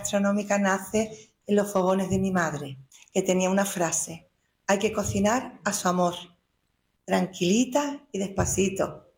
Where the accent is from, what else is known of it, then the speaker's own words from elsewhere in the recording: San Fernando, Andalusia, Spain; Trabajo en Chiclana, pero yo soy cañailla.